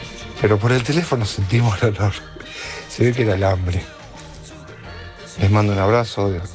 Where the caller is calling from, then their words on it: Lanús, Buenos Aires Province, Argentina; de Lanús.